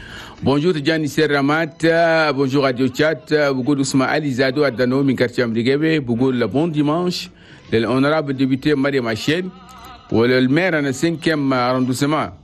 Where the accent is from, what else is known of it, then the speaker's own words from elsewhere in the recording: Chad; سلام لك انت وكل الكلان دومان في العاصمة جمينا وفي بلدنا تشاد.